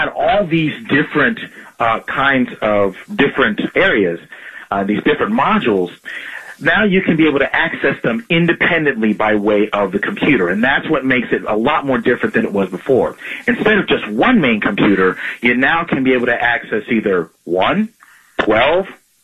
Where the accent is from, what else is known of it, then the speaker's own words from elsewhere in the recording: Ann Arbor, Michigan, United States; born there; also born or lived in Kansas / Texas / Bridgetown, Barbados / Melbourne, Australia; I was born in Ann Arbor, Michigan, and I was raised actually in several states. In Kansas, Texas, and Bridgetown, Barbados, and Melbourne, Australia.